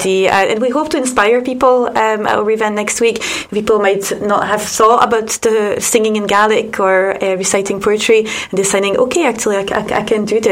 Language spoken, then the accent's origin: English; Belgium; now in Scotland; No, I'm from Belgium.